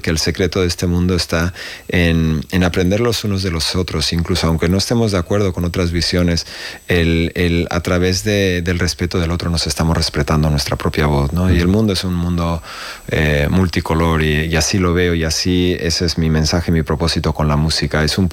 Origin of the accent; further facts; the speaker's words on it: La Rioja, Spain; qué orgullo como riojano